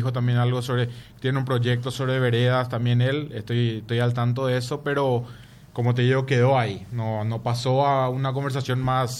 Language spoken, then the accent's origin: Spanish; Asunción, Paraguay; yo soy asunceno y vivo y hago todo acá.